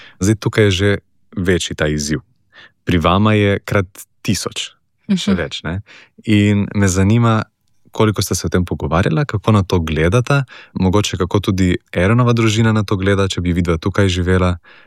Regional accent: Koper, Coastal–Karst, Slovenia; jaz imam punco iz Ljubljane, sem iz Kopra.

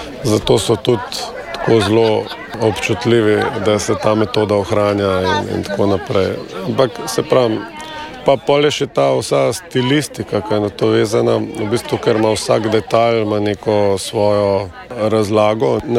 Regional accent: Ljubljana, Central Slovenia, Slovenia; sem izvorno iz Ljubljane

